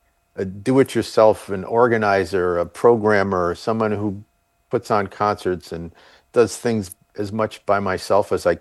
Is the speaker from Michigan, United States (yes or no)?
no; New Haven, Connecticut, United States; I grew up in New Haven, Connecticut, and I went to a student-run alternative high school in downtown New Haven with 35 students that was down the street from the Yale campus in the Yale School of Music.